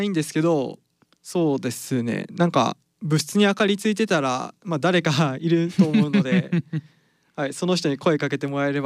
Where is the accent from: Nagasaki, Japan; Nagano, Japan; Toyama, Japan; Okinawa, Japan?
Toyama, Japan; 僕富山から来ました。